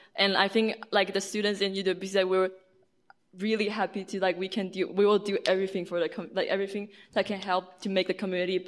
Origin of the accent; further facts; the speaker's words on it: Taiwan; English is a second language; We're from the United World College, and … I'm from Taiwan. I'm still learning English, so I wish everyone can try to understand my English.